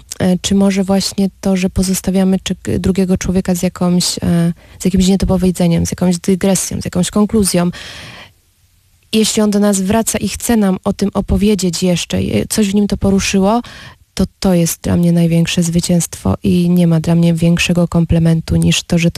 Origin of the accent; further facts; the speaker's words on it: Opole, Opole Voivodeship, Poland; u nas w Opolu